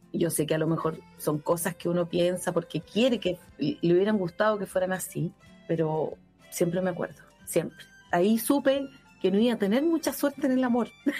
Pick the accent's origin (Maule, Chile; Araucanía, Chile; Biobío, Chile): Maule, Chile; Chanco; Estábamos en esa escuelita que yo les comentaba, la escuela 620 de Chanco, porque yo soy oriunda de Chanco, cerca de Peyúgue, Cauquenes.